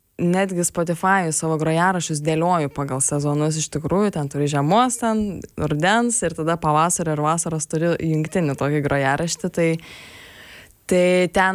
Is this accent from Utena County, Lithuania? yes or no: no; Tauragė, Tauragė County, Lithuania; also born or lived in Šilalė; kadangi augau Tauragės mikrorajone tarp sovietinių pastatų